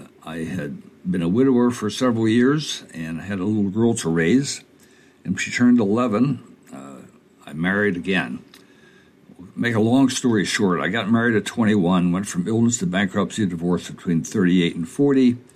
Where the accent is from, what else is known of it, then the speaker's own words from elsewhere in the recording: Dover, Delaware, United States; also born or lived in Rehoboth, Delaware; Technically, I was raised in Dover, Delaware. I went to Cesar Rodney High School. I graduated on the 50th year the high school existed. It's now over 100 years old. I'm 77 years young.